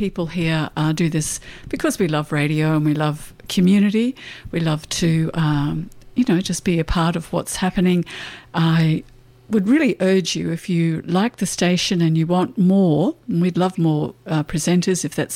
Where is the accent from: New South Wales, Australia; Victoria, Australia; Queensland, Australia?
Queensland, Australia; I am a Queenslander